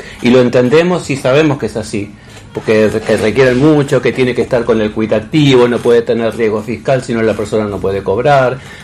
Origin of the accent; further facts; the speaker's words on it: Uruguay; moved away as an adult; now in Santa Fe, Argentina; si bien soy uruguayo, hace muchos años ya que estoy acá en Santa Fe, y soy santafesino por adopción, argentino, ya está, tengo todo, y amo esta ciudad, y desde el 86 estoy bailando en el Teatro Municipal.